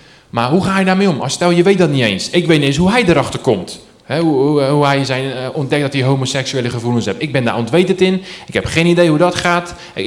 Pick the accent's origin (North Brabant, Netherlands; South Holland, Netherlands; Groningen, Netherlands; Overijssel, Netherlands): South Holland, Netherlands; IJsselmonde; Ik kom uit IJsselmonde. Hier is je vee vandaan. Om het hoekie. Ik ben opgegroeid daar.